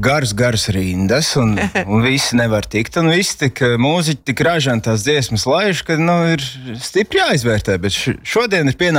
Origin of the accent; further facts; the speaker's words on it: Tukums, Tukums Municipality, Latvia; Nu, es esmu audzis tukumā. Esmu izmācījies fantastiskās tukuma skoliņās